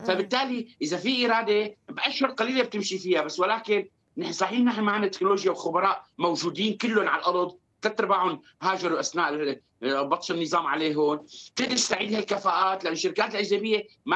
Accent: Syria; انا كمفاوض سوري

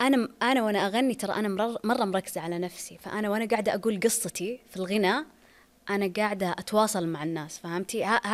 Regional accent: Saudi Arabia; لا أنا سعودية

